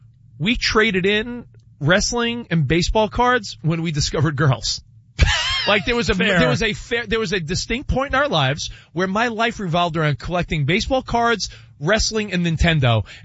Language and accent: English; New York, United States; now in Los Angeles, United States; Now, I grew up on the East Coast. We live in Los Angeles now.